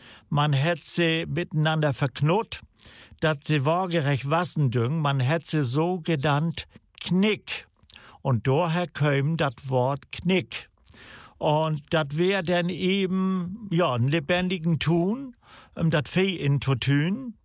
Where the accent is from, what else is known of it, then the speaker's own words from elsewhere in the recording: Rendsburg, Schleswig-Holstein, Germany; Ja, ich komme aus Rendsburg, das liegt im Kreis Plön, in der unterste Hälfte. Und ja, da bin ich geboren und da lebe ich seitdem.